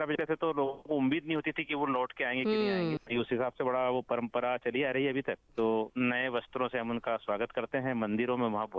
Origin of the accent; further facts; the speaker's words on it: Madhya Pradesh, India; हरदा के पास हमारा गांव है, खेती वगैरह है